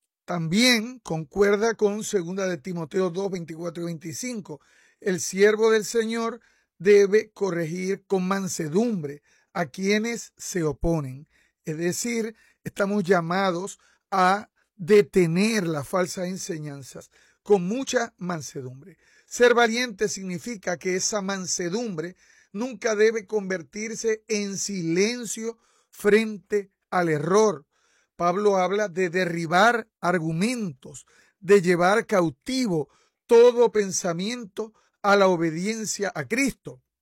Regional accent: Venezuela; born there; Yo recuerdo en la iglesia donde nací allá en Venezuela

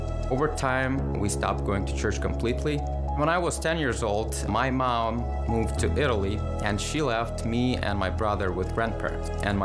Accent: Ukraine; I'm originally from Ukraine. My parents had the idea just to follow the tradition, you know. Our parents were Catholics, we're gonna also be Catholics.

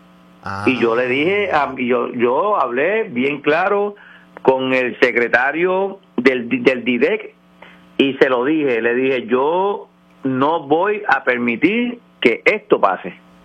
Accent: Aguadilla, Puerto Rico; esto es un mensaje a todos los contribuyentes de esta ciudad de Aguadilla, porque voy a hablar de mi pueblo.

